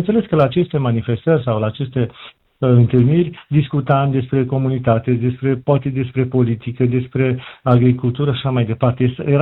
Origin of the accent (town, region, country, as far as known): Romania